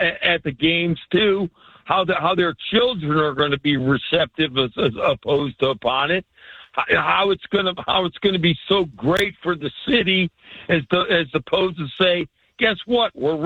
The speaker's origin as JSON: {"language": "English", "town": "Chicago", "region": "Illinois", "country": "United States", "tie": "born there", "said": "I was born up in the Chicago area"}